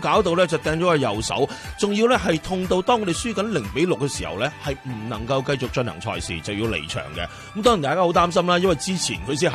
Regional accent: Canada; 不过好彩我哋加拿大人咧。即系呢方面比较好啲嘅

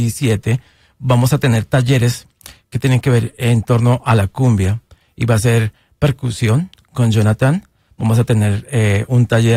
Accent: Colombia; pues yo soy colombiano, entonces vamos a ver el partido allí en pantalla gigante

